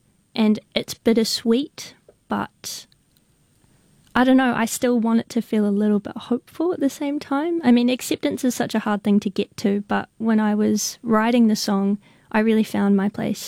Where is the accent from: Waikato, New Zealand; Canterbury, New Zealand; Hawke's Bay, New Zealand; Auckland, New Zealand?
Canterbury, New Zealand; Christchurch; So I've got my hometown show in Christchurch